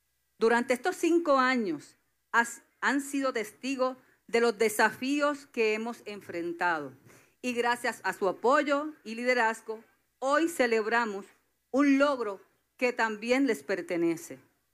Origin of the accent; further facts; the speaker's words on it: Isabela, Puerto Rico; mi pueblo de Isabela